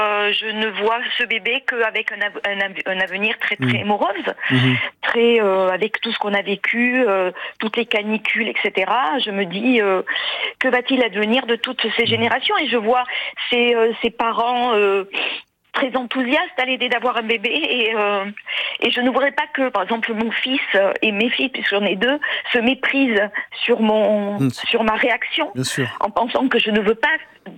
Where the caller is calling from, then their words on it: Bordeaux, Nouvelle-Aquitaine, France; J'habite de Bordeaux. Je vous appelle de Bordeaux.